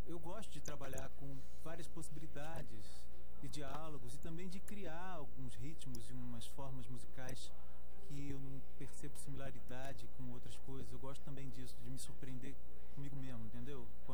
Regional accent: Rio de Janeiro, Brazil; Sou carioca

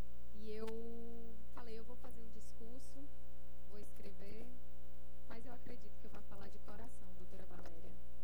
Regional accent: Bahia, Brazil; moved away as an adult; now in Ceará, Brazil; hoje, aos 31 anos, saber que, além de baiana, eu sou cearense

